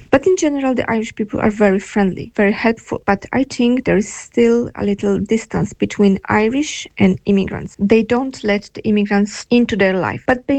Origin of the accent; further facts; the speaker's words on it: Poland; English is a second language; moved away as an adult; also born or lived in Belgium; now in Ireland; I come from Poland. I lived in Ireland for over 70 years, but previously I lived in Belgium for 8 years, where I learned French and Italian